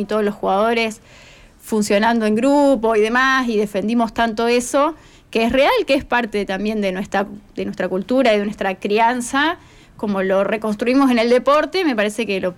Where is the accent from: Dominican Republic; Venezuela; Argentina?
Argentina; Capitán Bermúdez, Santa Fe; moved away as an adult; now in Rosario, Argentina; soy de Capitán Bermúdez.